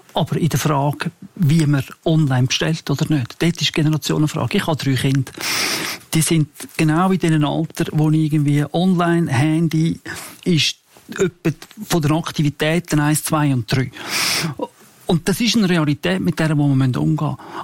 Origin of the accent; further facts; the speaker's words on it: Zurich, Switzerland; Ich bin in Zürich aufgewachsen. Ich wohne immer noch in der Stadt.